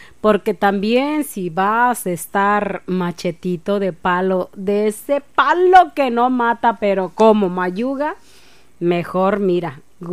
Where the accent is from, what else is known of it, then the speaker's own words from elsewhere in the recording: Michoacán, Mexico; los que somos mexicanos y más michoacanos